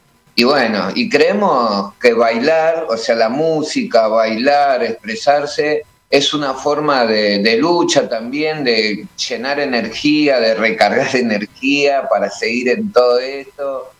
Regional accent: Moreno, Buenos Aires Province, Argentina; Somos de Moreno, como habíamos dicho, pero la mitad de la banda, algunos son de Hurlingham, hay de Caseros, ha habido gente hasta de Elviso en la banda, ¿viste?

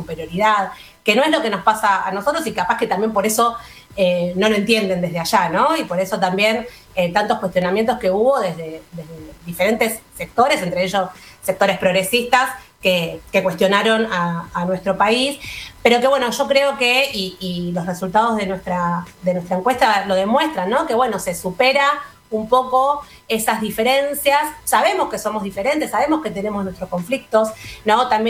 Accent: Argentina; Defendámonos, ¿no? Atrincherémonos como argentinos de que nos están atacando

